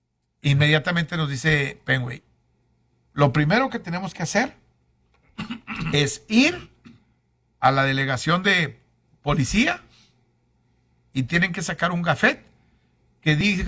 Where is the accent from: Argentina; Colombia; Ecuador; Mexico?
Mexico; Pues sí, ahí vivimos enfrente, somos mexicanos, pero rentamos el departamento por un año.